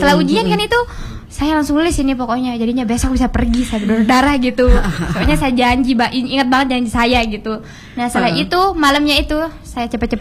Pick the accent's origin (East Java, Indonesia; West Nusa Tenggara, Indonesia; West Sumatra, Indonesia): West Nusa Tenggara, Indonesia; Iya, belum ada, belum bikin. Kan saya dari Lombok.